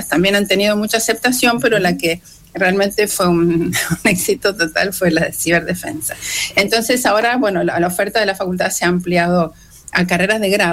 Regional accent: San Martín, Mendoza, Argentina; moved away as an adult; now in Buenos Aires, Argentina; Yo soy de San Martín, mi querida ciudad, y estudié la secundaria en San Martín, en mi querido Colegio Nacional, que de hecho festejamos nuestros 50 años de egresados.

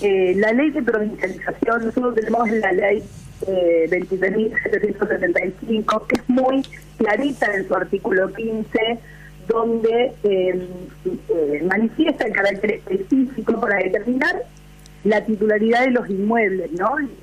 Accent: Tucumán, Argentina; moved away as an adult; now in Tierra del Fuego, Argentina; yo soy tucumana de origen, hace 28 años que vivo en esta provincia

